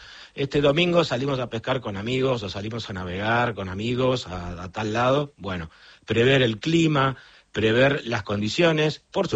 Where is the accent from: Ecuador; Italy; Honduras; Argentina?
Argentina; moved away; also born or lived in Colonia, Uruguay; mi licencia es de cuando yo soy argentino, de cuando yo vivía en Uruguay.